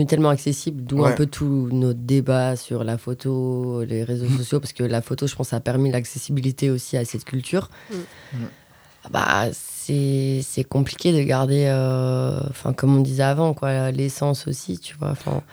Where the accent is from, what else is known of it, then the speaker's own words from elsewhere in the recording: Belgium; moved away as an adult; now in France; moi, je viens de Belgique aussi.